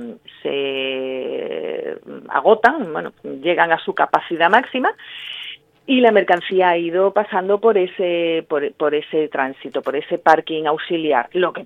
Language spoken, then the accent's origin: Spanish; Ceuta, Spain; un parking exclusivo para las mercancías de Ceuta, porque somos españoles.